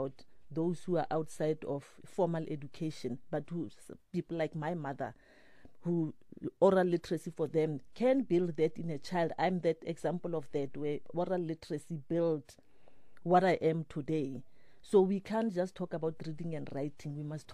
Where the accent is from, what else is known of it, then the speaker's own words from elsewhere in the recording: Kuruman, Northern Cape, South Africa; I started as a librarian in Kuruman, in my hometown